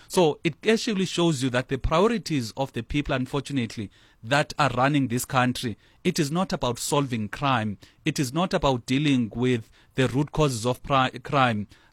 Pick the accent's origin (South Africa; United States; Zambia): South Africa; as South Africans